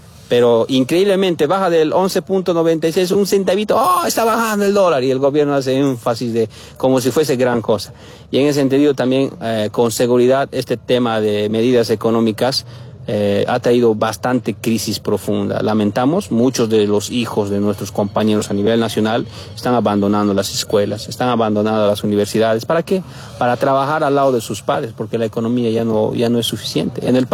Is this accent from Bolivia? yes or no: yes; Bolivia; ni siquiera los bolivianos tengamos control de nuestro territorio